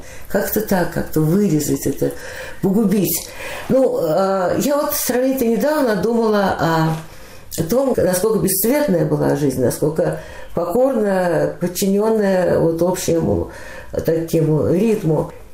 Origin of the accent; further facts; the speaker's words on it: Moscow, Russia; Я родилась, и так в Москве и осталась. Кончилась война, все, жизнь наладилась, я росла.